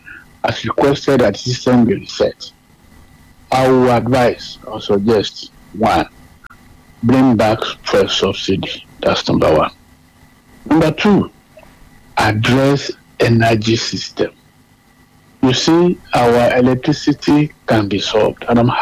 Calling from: Ibadan, Oyo, Nigeria; calling from Ibadan.

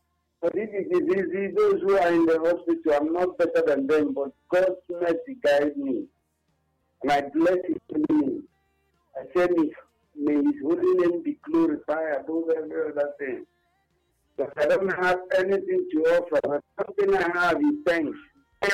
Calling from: Abuja, Federal Capital Territory, Nigeria; I'm calling you from Abuja.

